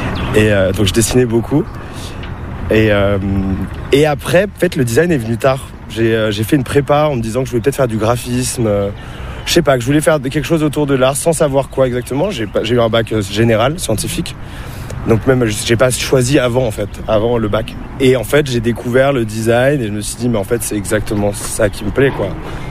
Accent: Paris, Île-de-France, France; born or raised there

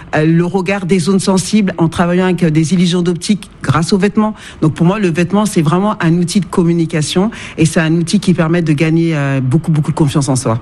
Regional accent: France; born there

